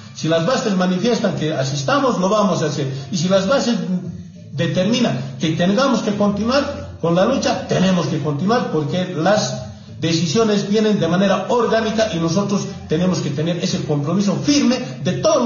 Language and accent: Spanish; Bolivia